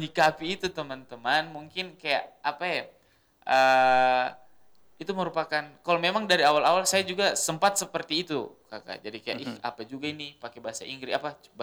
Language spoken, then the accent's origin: Indonesian; Banggai, Central Sulawesi, Indonesia; ada pun yang kayak saya dari Banggai, ada pun yang dari Banggai Kepulauan, itu aksennya akan berbeda sedikit untuk berbicara.